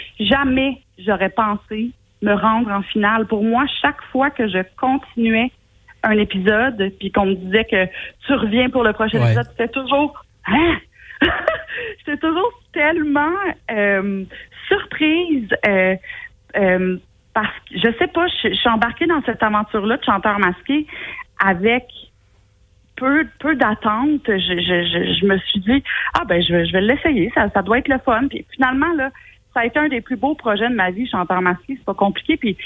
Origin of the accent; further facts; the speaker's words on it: Quebec, Canada; Rosemère, ben c'est mon coin de pays. Tu sais, moi, je suis une fille de la Rive-Nord. J'habite à Sainte-Sophie.